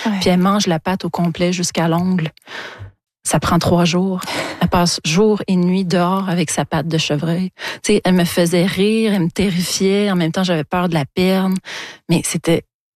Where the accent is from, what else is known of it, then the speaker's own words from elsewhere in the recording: Montreal, Quebec, Canada; Moi, je suis une citadine, je suis une Montréalaise qui part s'installer en plein bois avec aucune expérience à part un peu de camping dans l'Ouest canadien.